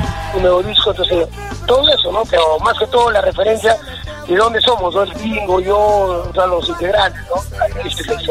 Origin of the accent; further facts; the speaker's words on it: Alca, Arequipa, Peru; also born or lived in Cotahuasi; hemos sido ya de Cotahuasi, yo soy de Alca, soy serrano por los dos lados, mi mamá es de Puquio, Chipao, Ayacucho, entonces yo tengo una sangre maldita ayacuchana con cotahuasina.